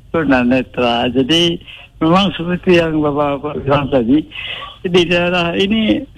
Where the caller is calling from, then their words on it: Pariaman, West Sumatra, Indonesia; Saya justru di daerah Pekandangan ini.